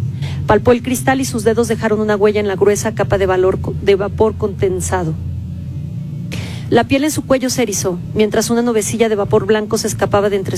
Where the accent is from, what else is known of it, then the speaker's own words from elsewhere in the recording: Baja California Sur, Mexico; quiero compartirte que yo vengo de Baja California Sur.